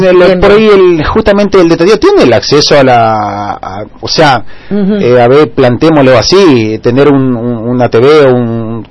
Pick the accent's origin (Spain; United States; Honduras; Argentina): Argentina; todos somos argentinos